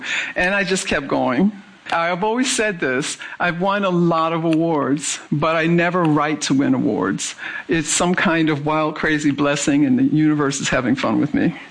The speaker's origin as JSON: {"language": "English", "town": "Philadelphia", "region": "Pennsylvania", "country": "United States", "tie": "born or raised there", "said": "Because in where I grew up in North Philly, if you saw a tree, that was pretty amazing."}